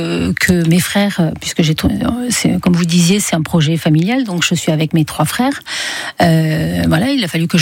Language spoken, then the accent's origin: French; Mazan, Provence-Alpes-Côte d'Azur, France; On est tous de Mazan. On avait ce terrain-là dont on faisait rien.